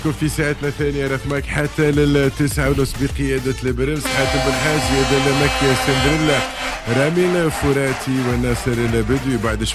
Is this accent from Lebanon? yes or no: no; Tunisia; عندنا في تونس